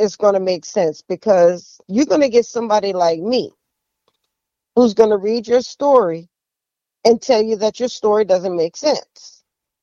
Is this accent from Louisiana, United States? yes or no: yes; New Orleans, Louisiana, United States; grew up in the lower ninth ward.